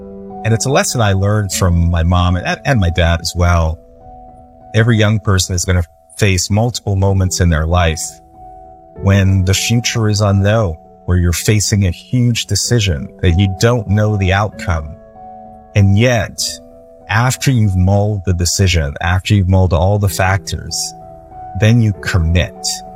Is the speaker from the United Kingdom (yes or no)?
yes; London, United Kingdom; born there; That's why I was born in London, because it was a dream.